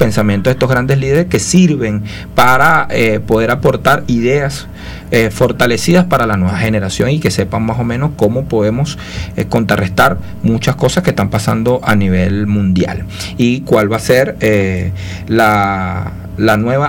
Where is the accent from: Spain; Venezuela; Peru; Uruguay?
Venezuela; todos los cubanos también son venezolanos y los venezolanos somos cubanos